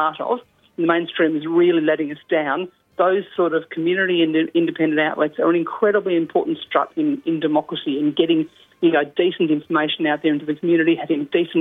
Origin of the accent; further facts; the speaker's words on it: Melbourne, Victoria, Australia; moved away as an adult; whenever I'm back in my hometown of Melbourne, I don't live in Melbourne anymore